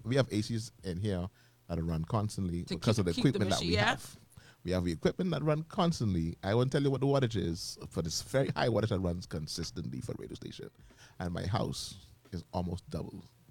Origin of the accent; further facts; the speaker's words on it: Nassau, New Providence, Bahamas; like 40 years ago. Because we moved in that house in June. I was born in August